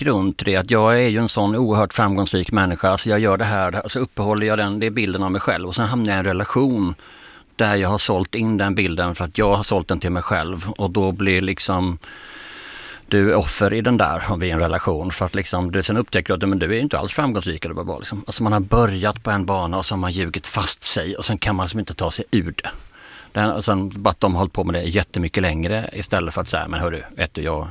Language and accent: Swedish; Skåne, Sweden; Jag tänker, du är värmlänning och jag är skåning